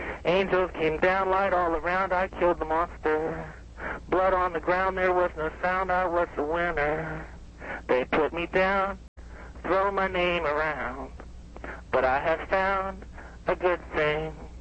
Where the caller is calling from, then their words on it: West Virginia, United States; West Virginia.